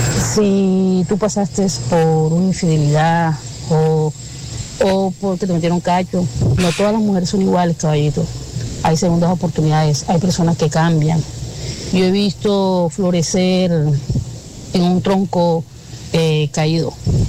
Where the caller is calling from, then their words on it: Canada; de Canadá.